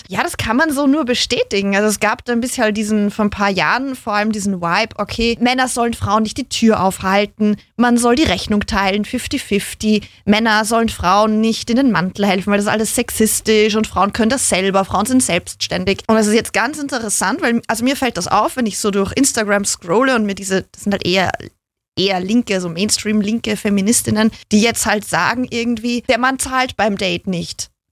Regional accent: Austria; sagen wir in Österreich, ich bin Österreicherin.

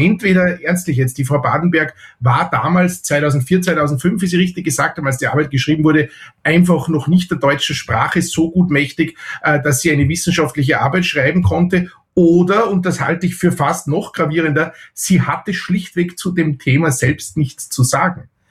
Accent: Austria; ich bin Österreicher

